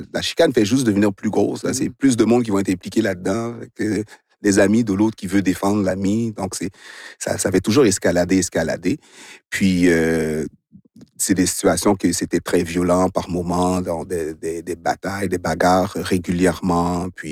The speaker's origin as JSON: {"language": "French", "town": "Montreal", "region": "Quebec", "country": "Canada", "tie": "born or raised there"}